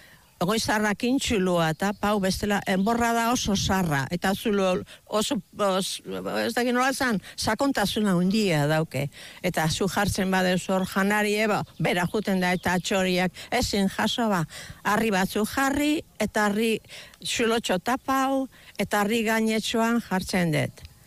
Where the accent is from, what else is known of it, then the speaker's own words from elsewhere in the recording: Bermeo, Basque Country, Spain; also born or lived in Trintxerpe; Ez, ni berniotarra naiz, nire sustrai guztia Bermeon daude.